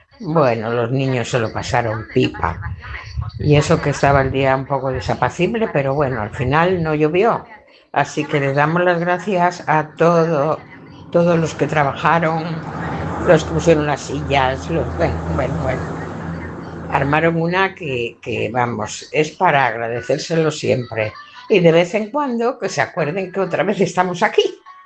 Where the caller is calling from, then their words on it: Alfoz de Lloredo, Cantabria, Spain